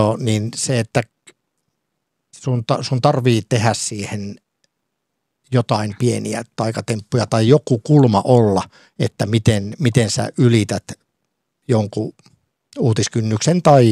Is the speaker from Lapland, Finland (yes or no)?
yes; Lapland, Finland; ei meillä Lapissa ole kourallinen hyviä ravintoloita